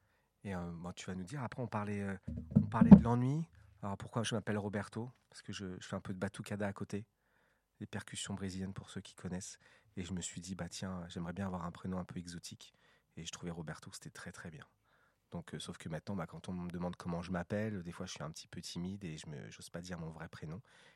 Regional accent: south of France, France; accent: southern French; j'ai l'accent du sud qui revient.

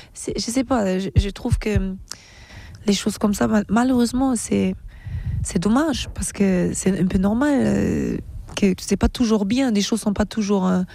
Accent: Germany; French is a second language; j'aime les bretzels aussi parce que j'ai grandi en Allemagne et j'aime le foufou et le okra et le goussi de Nigeria.

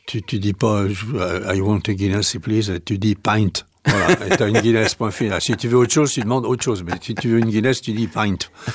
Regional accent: Nantes, Pays de la Loire, France; Eh ben je suis nantais.

